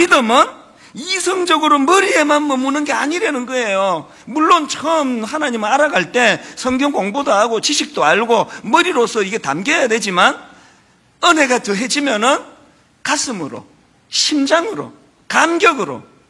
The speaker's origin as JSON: {"language": "Korean", "region": "Gyeongsang", "country": "South Korea", "tie": "born or raised there", "said": "저는 경상도에서 태어났거든요. 딱 나서 보니까 부모님이 그 지역에서 살고 계시더라고요. 그래서 저도 이제 경상도 사람인데요."}